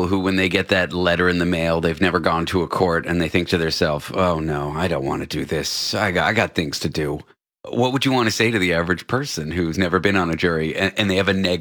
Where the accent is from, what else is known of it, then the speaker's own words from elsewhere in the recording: Canada; now in United States; Got U.S. citizenship. I'm a Canadian